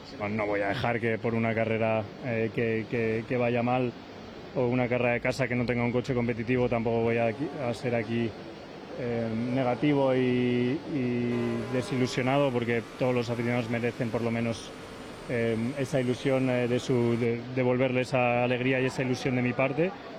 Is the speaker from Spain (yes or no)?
yes; Spain; Un orgullo como español ver que Madrid, España, es capaz de poner un evento de este calibre